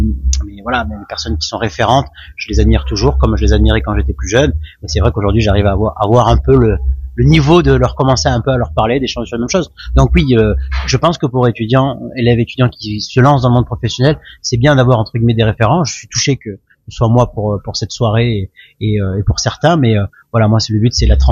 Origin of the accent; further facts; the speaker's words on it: Sisteron, Provence-Alpes-Côte d'Azur, France; also born or lived in Marseille; Et je suis originaire de Sisteron, je suis entre Sisteron et Marseille.